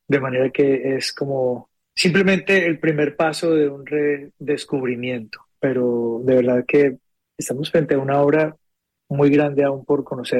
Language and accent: Spanish; Colombia; todos como colombianos deberíamos sentirnos orgullosos.